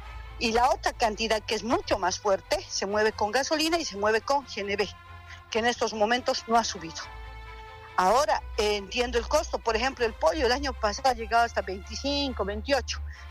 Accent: El Alto, La Paz, Bolivia; yo vengo de la ciudad del Alto, y si hoy día tú vas a las filas, hay diésel, pero no hay camiones

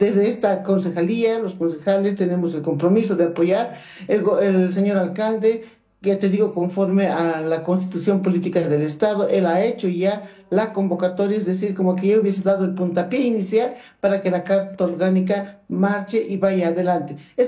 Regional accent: La Paz, Bolivia; nosotros como paceños.

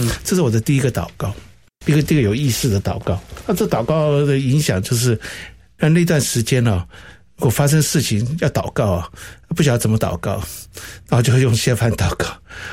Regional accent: Taiwan; first language Cantonese; Chinese is a second language; also born or lived in Hong Kong; 我是出生在1957年啊，在香港。那后来我就来台湾啊，来台湾是大概6岁左右啊。

